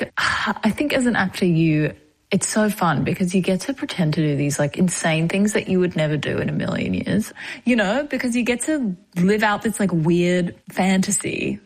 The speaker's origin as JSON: {"language": "English", "country": "Australia", "accent": "Australian", "said": "You know, if it was like my Australian accent, they'd be like, lock her up, you know?"}